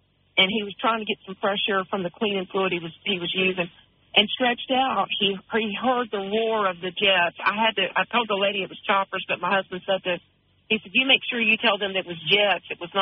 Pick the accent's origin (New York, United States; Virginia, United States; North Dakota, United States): Virginia, United States